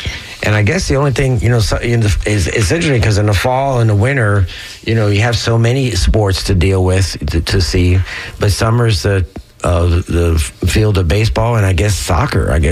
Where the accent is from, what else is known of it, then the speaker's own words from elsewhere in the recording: Tampa, Florida, United States; what it was like growing up in Tampa in the 60s, 70s, and whatever.